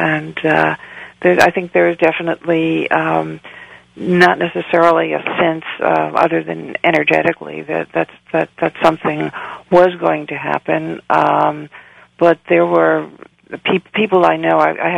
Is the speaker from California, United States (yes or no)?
no; New York City, New York, United States; now in Long Island, United States; I'm located on Long Island, and I come from Brooklyn.